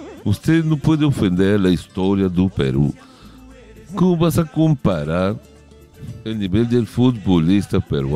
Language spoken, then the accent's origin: Spanish; Brazil; Spanish is a second language; Yo soy brasileño, simpatizo con Botafogo